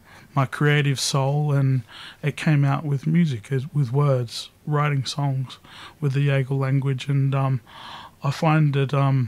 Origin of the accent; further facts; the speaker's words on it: Sydney, New South Wales, Australia; But I grew up here in Sydney, on the north side of Sydney, in Northern Beaches. I went to primary school and high school there